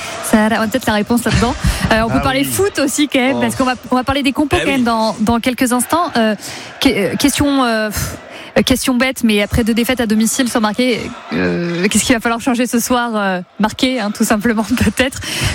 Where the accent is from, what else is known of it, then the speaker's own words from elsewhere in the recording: Toulouse, Occitanie, France; Peut-être qu'on dit ça parce qu'on est Toulousain